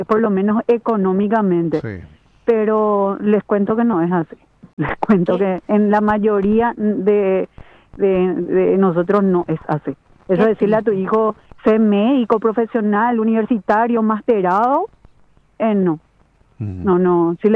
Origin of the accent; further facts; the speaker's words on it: Paraguay; ¿Qué queremos nosotros como paraguayos?